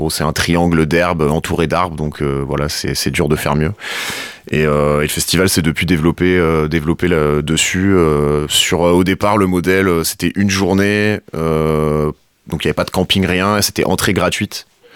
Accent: Bourlon, Hauts-de-France, France; je suis originaire de Bourlon, j'ai grandi à Bourlon et j'y ai vécu pendant longtemps.

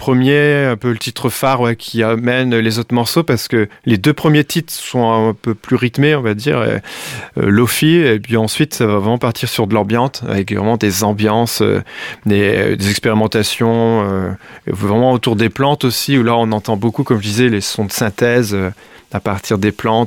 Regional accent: Douai, Hauts-de-France, France; Oui, moi, je suis de Douai, et puis je suis vraiment pas loin.

